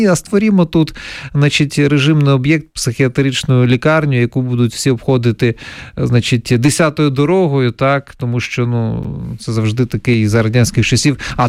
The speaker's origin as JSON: {"language": "Ukrainian", "region": "Donetsk Oblast", "country": "Ukraine", "tie": "born or raised there", "said": "Я родом із Донеччини"}